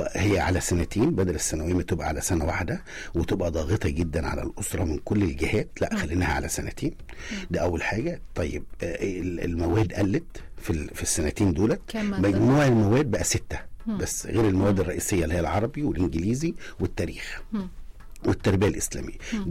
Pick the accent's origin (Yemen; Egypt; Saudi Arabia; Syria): Egypt